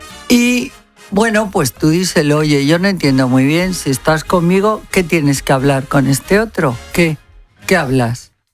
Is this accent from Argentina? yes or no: no; Spain; claro que lo veo, pero ¿cómo no lo voy a ver si soy española?